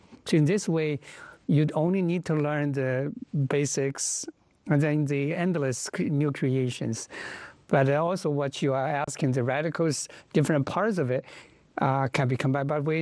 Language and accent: English; China; moved away; I come from China. I come from the place, big land, big river, big lakes.